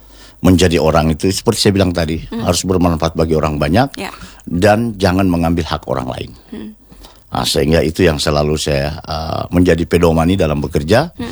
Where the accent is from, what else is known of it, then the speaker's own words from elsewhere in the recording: Kendari, Southeast Sulawesi, Indonesia; Hanya Papa sempat tugas di Muna, gitu. Kita di Kendari semua.